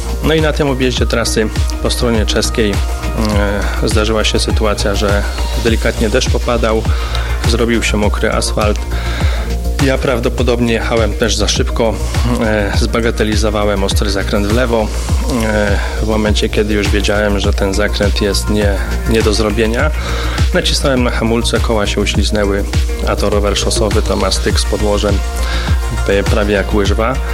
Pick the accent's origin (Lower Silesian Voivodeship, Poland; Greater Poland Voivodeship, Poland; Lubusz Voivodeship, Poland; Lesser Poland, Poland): Lower Silesian Voivodeship, Poland; Jelenia Góra; W Kamiennej Górze zadano mi pytanie, czemu nie Jelenia Góra, skoro jestem z Jeleniej Góry.